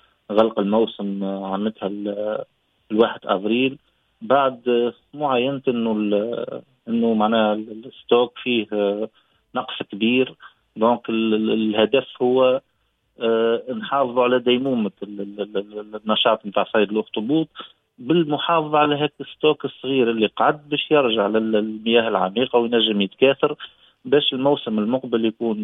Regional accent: Sfax Governorate, Tunisia; دونك احنا مستنسين في قرقنا نخدموا القرنيط

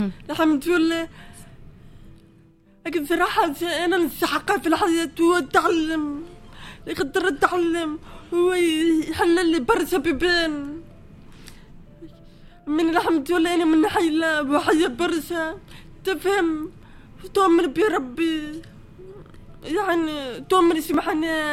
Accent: Tunisia; moved away as an adult; أنا عشت حياتي كاملة في تونس

